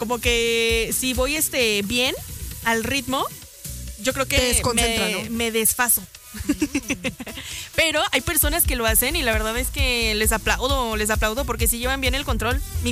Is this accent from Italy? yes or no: no; Mexico; lo buenos que somos los mexicanos